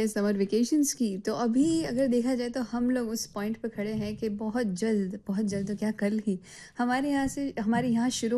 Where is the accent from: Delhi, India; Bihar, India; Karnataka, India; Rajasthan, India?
Rajasthan, India; Jodhpur; और हमारे राजस्थान में भी, खासकर हमारे शहर जोधपुर में